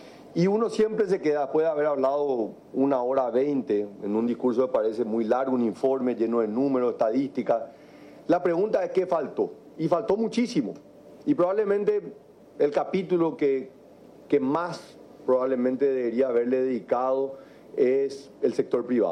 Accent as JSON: {"language": "Spanish", "country": "Paraguay", "said": "el Paraguay y los paraguayos tenemos un enorme potencial."}